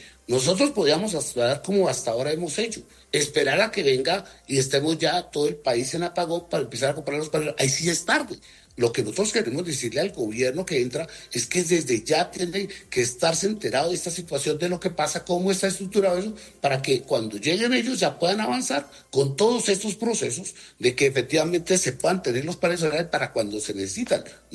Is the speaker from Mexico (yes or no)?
no; Colombia; Allí tenemos nosotros, es que como colombianos, hacer una veeduría que esa ejecución se haga y se haga correctamente.